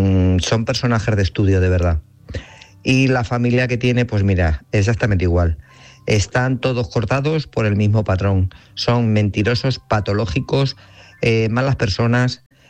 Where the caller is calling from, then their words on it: Guadalajara, Castilla-La Mancha, Spain; Corresponsables y oyentes … de Guadalajara.